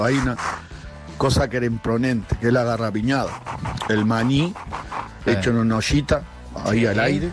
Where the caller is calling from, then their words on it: Uruguay; yo soy otro uruguayo.